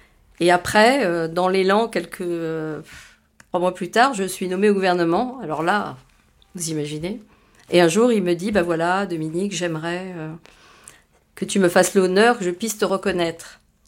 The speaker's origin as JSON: {"language": "French", "country": "Morocco", "tie": "born there", "said": "parce que je suis née au Maroc."}